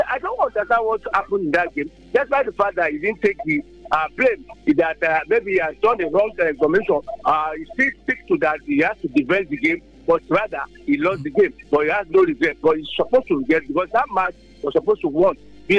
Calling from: Nigeria; I'm calling you from Shagawile.

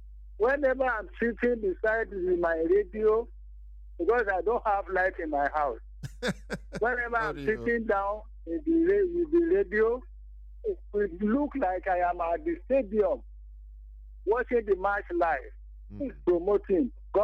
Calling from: Iroko, Ogun, Nigeria; In Iroko, local government of Ogun State.

